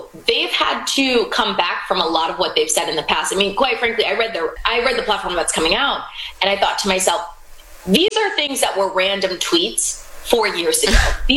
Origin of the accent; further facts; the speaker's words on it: the South, United States; I come from the South, and Southern Democrats are not people who would vote for somebody who comes from the DSA platform and background.